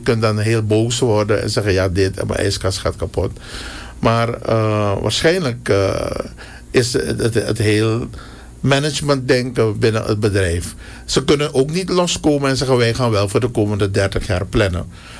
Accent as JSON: {"language": "Dutch", "country": "Suriname", "said": "En daar zitten we allemaal als Surinamers in."}